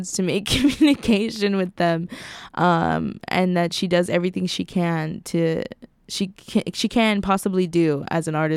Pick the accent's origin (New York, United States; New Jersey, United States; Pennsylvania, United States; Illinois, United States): Illinois, United States; Chicago; now in Oberlin, United States; I'm from Chicago